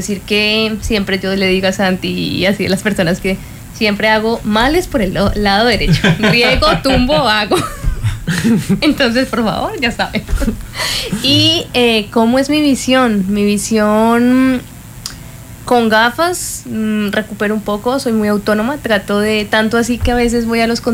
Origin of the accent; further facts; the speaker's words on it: Cúcuta, Norte de Santander, Colombia; born there; en la ciudad que nací, yo soy de Cúcuta, no de Bogotá, pero de Cúcuta.